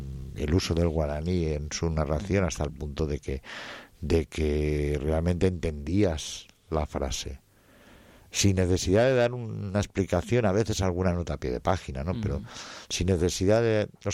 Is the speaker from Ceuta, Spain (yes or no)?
no; Valencian Community, Spain; Y es más, vengo de una tierra... Yo soy valenciano, que es una tierra bilingüe.